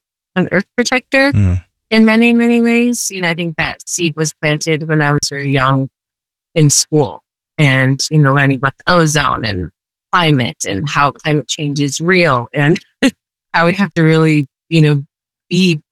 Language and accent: English; Durango, Colorado, United States; And I'm from Durango, Colorado.